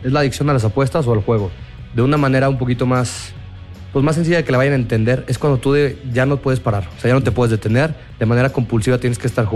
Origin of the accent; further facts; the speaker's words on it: San Luis Potosí, Mexico; Yo soy de San Luis Potosí.